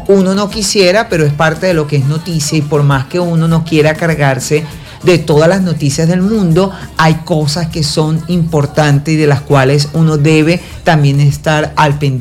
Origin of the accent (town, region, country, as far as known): Venezuela